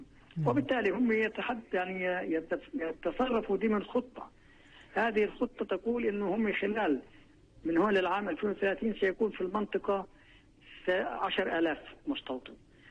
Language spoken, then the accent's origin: Arabic; Burqa, Nablus Governorate, Palestine